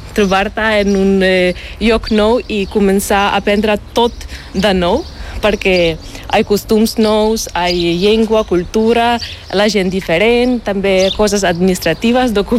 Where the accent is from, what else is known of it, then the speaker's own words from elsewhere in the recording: Western Ukraine, Ukraine; Catalan is a second language; Exacte, sí. Teníem ucraïnès en l'escola, en guarderia